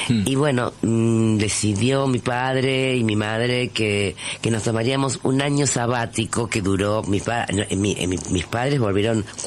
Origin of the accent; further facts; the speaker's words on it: Argentina; Porque, bueno, de alguna manera, siendo argentina, me habían como quitado una parte de mi identidad.